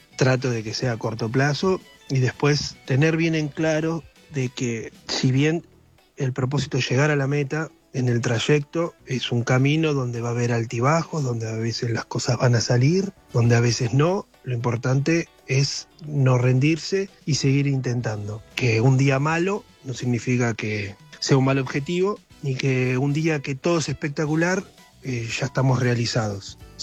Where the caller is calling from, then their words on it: Munro, Buenos Aires Province, Argentina; de Munro.